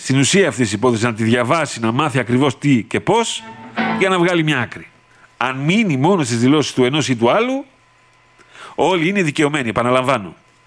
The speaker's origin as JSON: {"language": "Greek", "country": "Greece"}